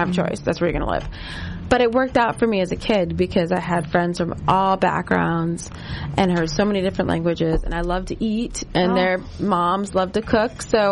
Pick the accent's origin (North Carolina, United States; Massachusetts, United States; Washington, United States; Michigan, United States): Michigan, United States; We went up to a very small town area in Michigan in the Upper Peninsula, which is like by Canada, the part that we were in, the second part. Grew up.